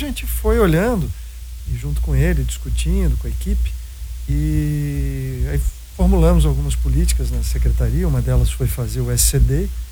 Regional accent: Blumenau, Santa Catarina, Brazil; Eu sou de Blumenau, cara.

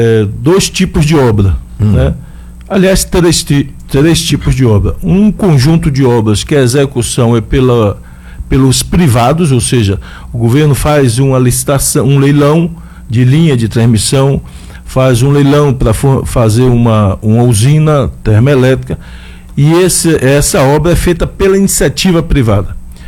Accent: Salvador, Bahia, Brazil; born there; eu nasci naquela região

